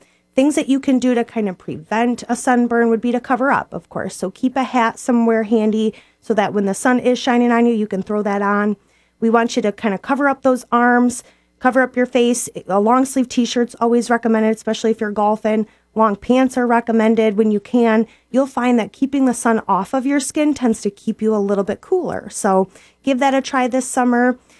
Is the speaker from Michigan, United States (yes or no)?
yes; Onaway, Michigan, United States; now in Sheboygan, United States; I'm a board-certified dermatologist, and I grew up in Onaway, actually. Traveled around a little bit. First, I was at Lake Superior State, then Michigan State, and then at Beaumont